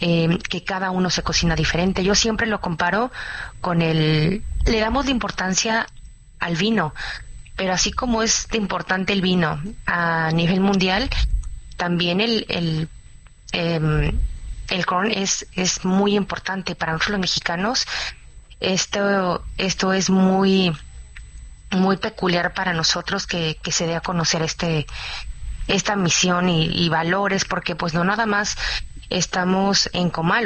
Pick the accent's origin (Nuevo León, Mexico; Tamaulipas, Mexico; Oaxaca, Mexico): Oaxaca, Mexico; also born or lived in Mexico City; now in Los Angeles, United States; yo como mexicana, yo soy de la Ciudad de México, pero también crecí en Oaxaca.